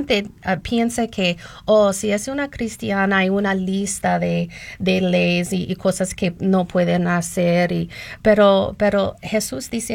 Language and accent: Spanish; Tucson, Arizona, United States; born there; Spanish is a second language; now in Phoenix, United States; nací en Tucson, muy cerca de aquí, en Phoenix. Y mis padres fue cristianas, son cristianas ahora.